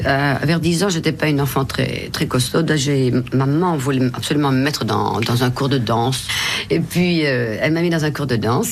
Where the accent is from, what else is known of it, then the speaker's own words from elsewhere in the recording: Brussels, Belgium; Alors, je ne suis ni flamande ni wallonne, je suis brabançonne, c'est-à-dire bruxelloise.